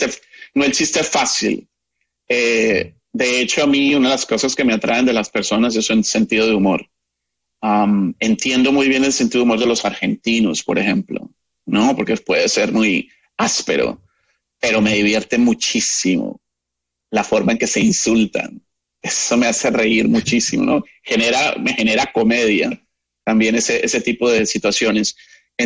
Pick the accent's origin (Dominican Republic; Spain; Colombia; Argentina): Colombia; moved away; Recuerdo que cuando salí de Colombia hace muchos años, que fui a ver una película